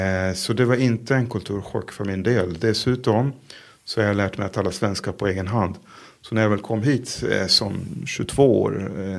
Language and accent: Swedish; Israel; first language Hebrew; Swedish is a second language; moved away as an adult; now in Sweden; Hebreiska är mitt modersmål, svenska, engelska och så kan jag kommunicera på franska.